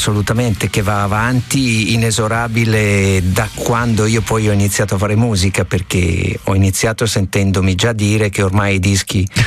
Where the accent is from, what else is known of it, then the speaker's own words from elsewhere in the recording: Bologna, Emilia-Romagna, Italy; a Bologna, da dove vengo io